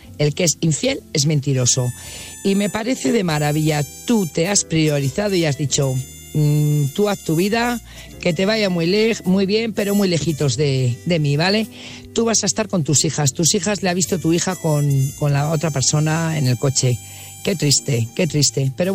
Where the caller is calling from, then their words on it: Burgos, Castile and León, Spain; Buenas noches … corresponsal de Burgos.